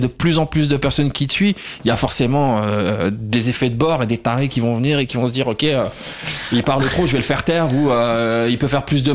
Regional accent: France

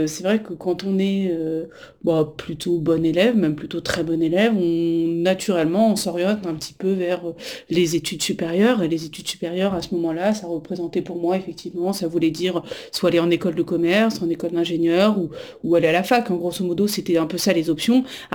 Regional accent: Paris, Île-de-France, France; born there; Oui, alors je suis née en 1990, à Paris.

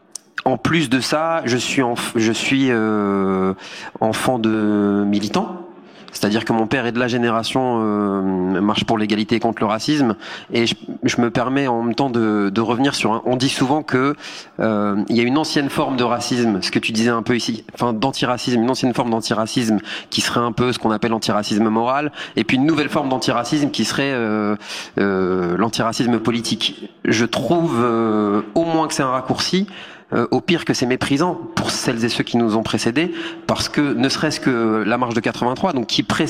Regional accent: Algeria; Déjà, je suis algérien.

